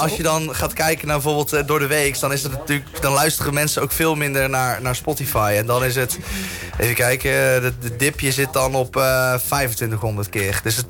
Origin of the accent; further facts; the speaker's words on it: 's-Hertogenbosch, North Brabant, Netherlands; Want ik heb bijvoorbeeld zelf een liedje met carnaval geschreven bij ons in Den Bosch.